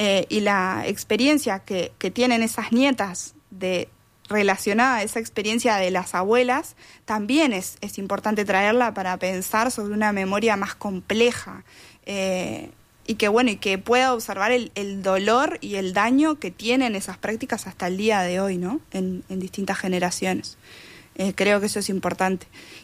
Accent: Uruguay; como uruguayos y uruguayas

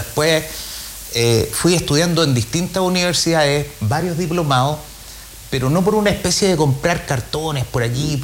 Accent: Putaendo, Valparaíso, Chile; also born or lived in San Felipe; yo soy de Rinconada de Silva

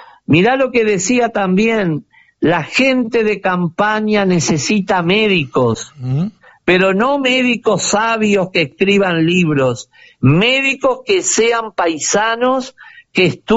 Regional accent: Uruguay; lo que somos todos los uruguayos

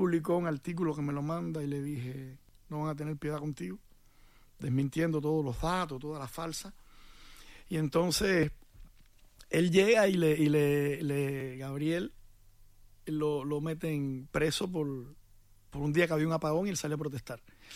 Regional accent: Cuba; En Cuba, en mi pueblo, ahí, uno de los líderes más grandes de, o que más mediático era en la oposición en Cuba era de mi pueblo

